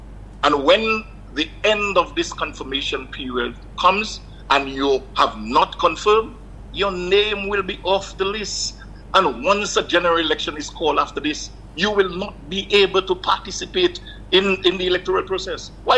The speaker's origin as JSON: {"language": "English", "town": "Marigot", "region": "Saint Andrew Parish", "country": "Dominica", "tie": "born there", "said": "I was born in Marigot. I'm from Marigot."}